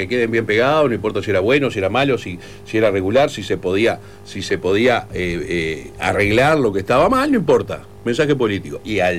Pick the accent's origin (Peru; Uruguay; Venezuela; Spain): Uruguay; somos uruguayos también